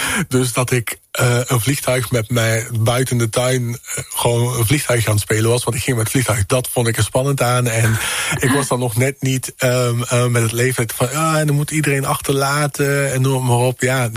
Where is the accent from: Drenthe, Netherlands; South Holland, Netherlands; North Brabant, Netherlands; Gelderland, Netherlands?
North Brabant, Netherlands; Tilburg; born there; also born or lived in Curaçao, Netherlands Antilles; ik heb echt de periodes meegemaakt, voornamelijk in Tilburg.